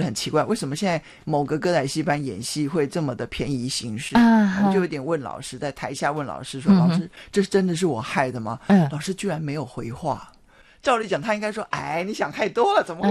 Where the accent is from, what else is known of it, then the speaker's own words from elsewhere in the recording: Taoyuan, Taiwan; 我桃园人啊